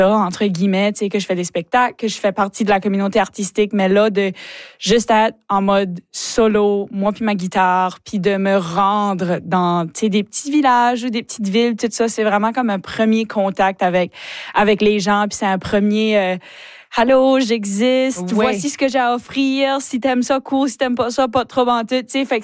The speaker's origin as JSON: {"language": "French", "town": "Chéticamp", "region": "Nova Scotia", "country": "Canada", "tie": "born or raised there", "said": "J'ai grandi à Chéticamp, comme t'as mentionné, t'sais."}